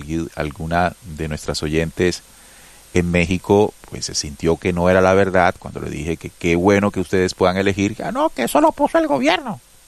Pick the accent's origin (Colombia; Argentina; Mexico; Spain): Colombia; ojalá como colombianos debemos exigir que esa justicia haga algo